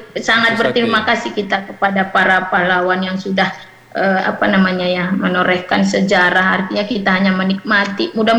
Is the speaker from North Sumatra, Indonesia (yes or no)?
yes; North Sumatra, Indonesia; saya pribadi, saya kan orang apa nih, Humbang Hasundutan, orang suku Batak saya